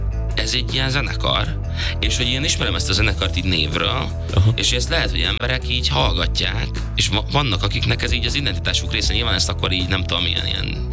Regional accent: Gödöllő, Pest, Hungary; és még a Döllőn laktunk, vagy hát én is így tulajdonképpen ott nőttem fel

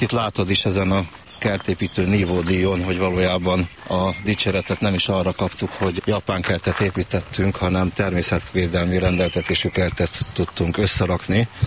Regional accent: Cluj-Napoca, Cluj County, Romania; moved away; Kolozsváron születtem, Majális utcában laktunk, ahol van a kolozsvári botanikus kert

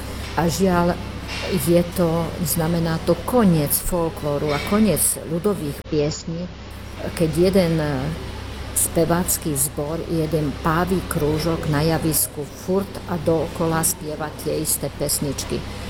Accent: Pilis, Hungary; ja pochádzam z druhej strany vrchu, kde máme trošku iné nárečie ako v Kestúci

